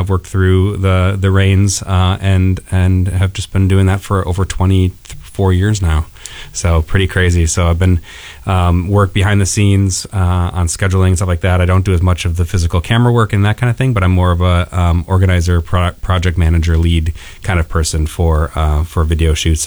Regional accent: Appleton, Wisconsin, United States; moved away as an adult; also born or lived in Florida / Chicago; I grew up here in Appleton, went to Appleton North High School.

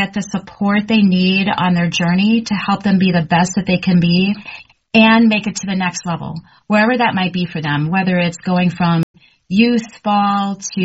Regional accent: Florida, United States; moved away as an adult; I am actually originally from Florida, went to a small Christian school, K through 12

